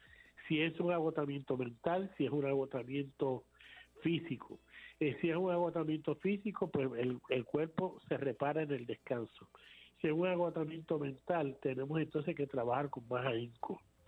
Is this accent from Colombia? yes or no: no; Puerto Rico; somos puertorriqueños